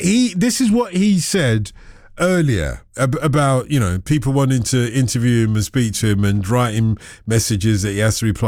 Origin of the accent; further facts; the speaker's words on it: Lagos, Nigeria; from Lagos.